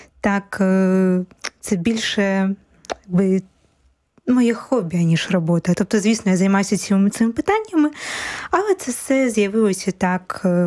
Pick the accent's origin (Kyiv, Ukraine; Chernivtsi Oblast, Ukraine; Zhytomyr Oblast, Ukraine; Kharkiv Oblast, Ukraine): Kharkiv Oblast, Ukraine; Kharkiv; moved away as an adult; now in Poland; Я з міста Харкова. Власне, я народилася у Харкові і жила багато років в місті Харків. Але вже коли приїхала до Польщі, власне, я ще навчалася в місті Харкові.